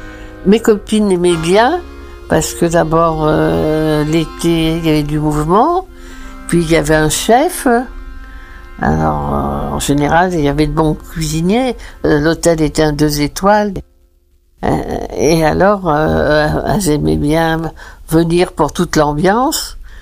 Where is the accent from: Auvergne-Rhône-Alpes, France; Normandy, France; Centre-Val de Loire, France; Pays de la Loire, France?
Auvergne-Rhône-Alpes, France; Néris-les-Bains; also born or lived in Nice; je suis née à Néry-les-Bains. Donc j'ai vécu longtemps à Néry, du fait que mes parents avaient un hôtel qui s'appelait l'Hôtel du Moulin, en face de l'établissement thermal. Née dans cet hôtel